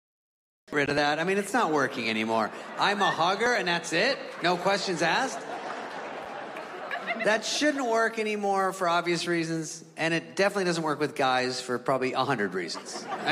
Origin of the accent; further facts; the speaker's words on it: California, United States; But I'm from California.